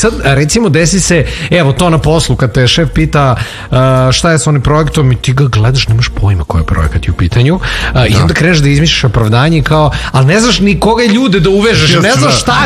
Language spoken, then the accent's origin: Serbian; Serbia; E, ali ovo je samo dokaz koliko su mi kao Srbi jako kreativan narod